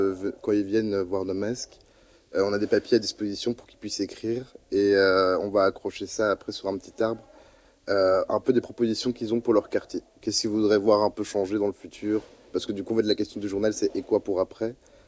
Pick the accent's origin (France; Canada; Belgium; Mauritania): Belgium; Couvin, Wallonia; moved away as an adult; now in Brussels, Belgium; Moi, de base, je viens de la Wallonie. Je viens un peu du fin fond, dans la région de Couvain. Vraiment la campagne.